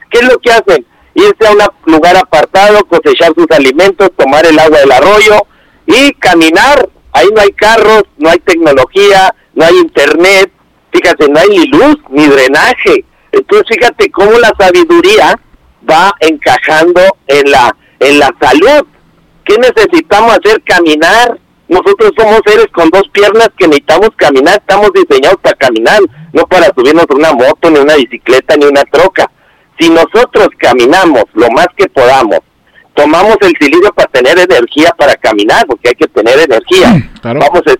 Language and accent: Spanish; Mexico; pues si somos mexicanos, vamos a apoyarnos nosotros